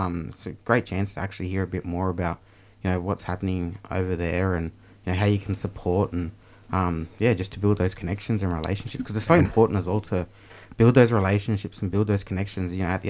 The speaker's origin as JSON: {"language": "English", "region": "New South Wales", "country": "Australia", "moved": "yes", "said": "I'm actually from Yuin Nation, which is up on the south coast of New South Wales, about 1,000 kilometres away from here."}